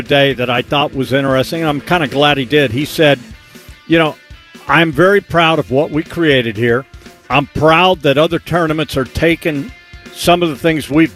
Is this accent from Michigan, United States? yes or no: no; Columbus, Ohio, United States; when I was a little boy growing up in Columbus, and I lived over near Westerville in an area called Sharon Woods. It was Columbus.